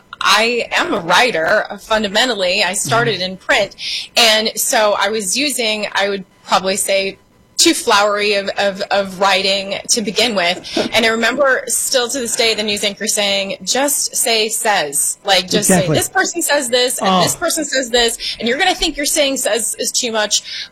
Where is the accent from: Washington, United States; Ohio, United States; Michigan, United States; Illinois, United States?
Ohio, United States; Toledo; I'm from Toledo. So I wore my Toledo shirt. Yeah. My hometown is there.